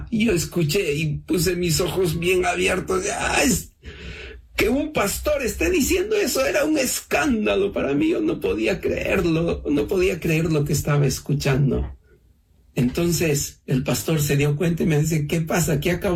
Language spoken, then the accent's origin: Spanish; Peru; tenemos esa dificultad nosotros como peruanos